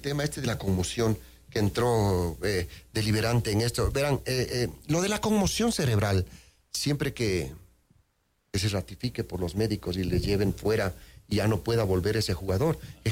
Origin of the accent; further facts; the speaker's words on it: Ecuador; now in Switzerland; yo soy ecuatoriano